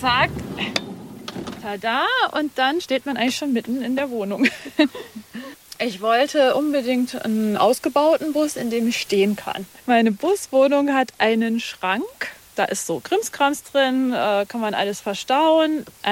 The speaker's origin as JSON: {"language": "German", "region": "Hesse", "country": "Germany", "tie": "born or raised there", "moved": "as an adult", "lives_now": "Cologne, Germany", "said": "Aufgewachsen bin ich im Landleben, im Hessischen, zwischen Frankfurt und Fulda. Ja, eigentlich so ein bisschen Bilderbuch, bisschen Bauernhof und eine große Familie mit Oma im Haus"}